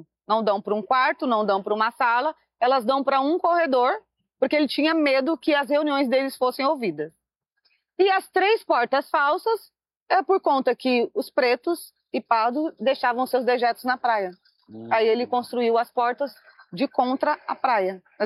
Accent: São Sebastião, São Paulo, Brazil; eu sou nascida e criada em São Sebastião

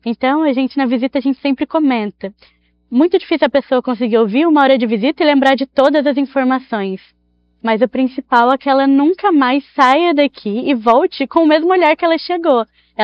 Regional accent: Aparecida, São Paulo, Brazil; Eu passei minha vida toda em Aparecida, então eu sempre estive envolvida nessa questão da fé.

